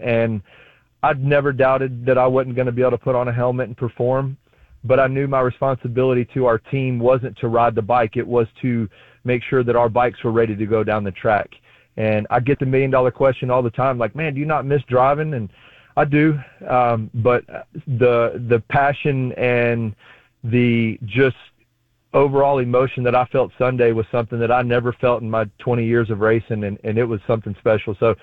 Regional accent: Rosemark, Tennessee, United States; Oh yeah, I grew up in Rosemark, right off Austin Peay. Graduated from Bolton High School. My dad was born in Memphis.

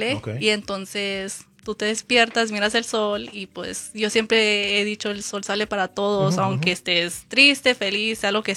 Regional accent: Mexico; soy mexicana, me gustan cosas mexicanas, mazapán, horchata, tres leches

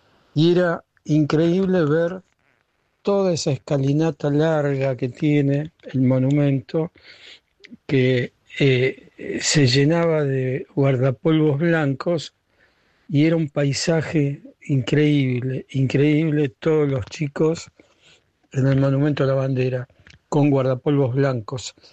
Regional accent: Rosario, Santa Fe, Argentina; now in Buenos Aires, Argentina; soy porteño, pero me crié en Rosario a partir de los 5 años. Hice toda mi escuela primaria allá en Rosario

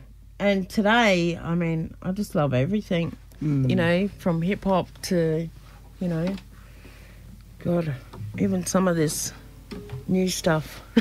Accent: South Australia, Australia; So I'm Googada Mob. That's West Coast, South Australia. Gawler Rangers. But I grew up here on Kaurna land.

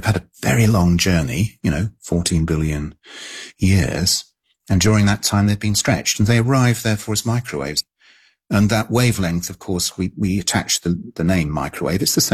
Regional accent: Cambridge, East of England, United Kingdom; I was lucky in being a sort of 10-year-old in the mid-60s, when a lot happened in astronomy, and I also happened to be living in Cambridge in England

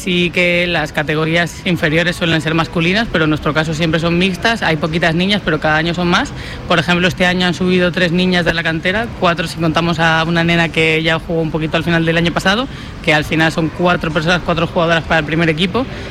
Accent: Valencian Community, Spain; moved away as an adult; now in A Coruña, Spain; Llevo ya 7 aquí, o sea, soy valenciana. Vamos, yo ya estoy afincada en Coruña.

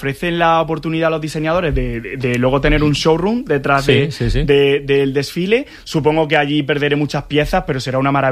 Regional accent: Córdoba, Andalusia, Spain; Quiero llevar mi tierra por bandera, Julio Romero de Torres, la Amapola, la de mi Valle de los Pedroches, los patios de Córdoba

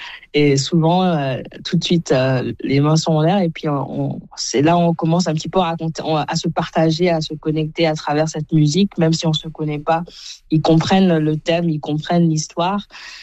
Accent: Côte d’Ivoire; also born or lived in Rwanda / Zimbabwe; Je suis née au Rwanda, j'ai grandi en Côte d'Ivoire, j'ai vécu aussi au Zimbabwe.

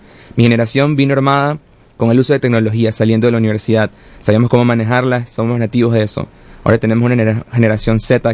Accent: Panama; moved away as an adult; now in United States; soy panameño, orgullosamente, crecí y nací en Panamá, me mudé a los Estados Unidos cuando tenía 18 para atender la universidad

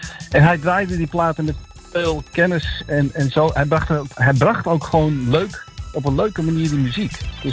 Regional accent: Amsterdam, North Holland, Netherlands; born there; now in Groningen, Netherlands; ik ben in Amsterdam geboren.

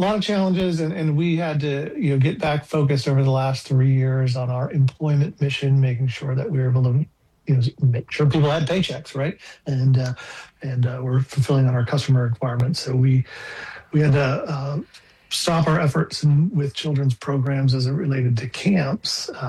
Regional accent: Minnesota, United States; Yeah, so I grew up in Minnesota.

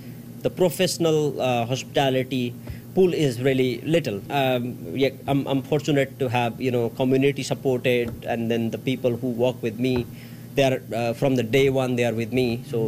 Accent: Nepal; moved away as an adult; now in Canada; I'm from Nepal.

